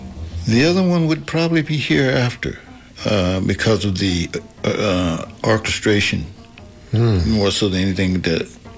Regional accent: Texas, United States; I'm from Texas, and there were people that I, as a young kid, I didn't even know anything about music

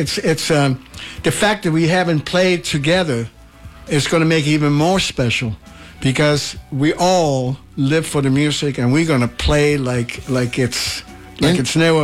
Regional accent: Denmark; English is a second language; now in United States; I came from Denmark. I knew that America is the promised place, like a promised land.

